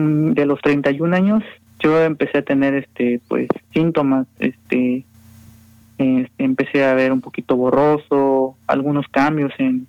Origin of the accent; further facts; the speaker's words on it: Costa Rica; soy orgullosamente costarricense